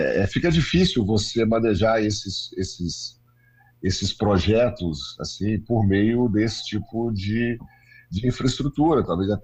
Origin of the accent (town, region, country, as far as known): Brazil